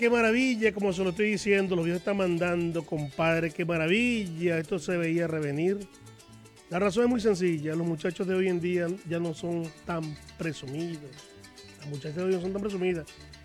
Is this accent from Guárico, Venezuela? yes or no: yes; Guárico, Venezuela; Veguerito, llanero, guariqueño de Sarasa.